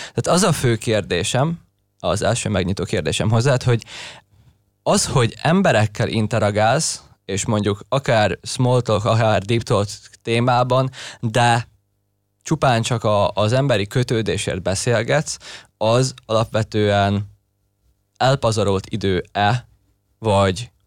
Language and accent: Hungarian; Slovakia; moved away; még anno otthon Szlovákiában